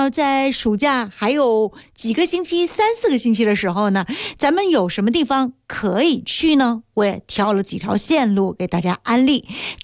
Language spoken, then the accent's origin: Chinese; Guangdong, China